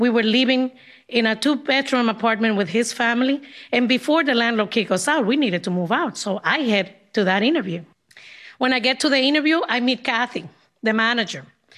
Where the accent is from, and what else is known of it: Dominican Republic; now in Boston, United States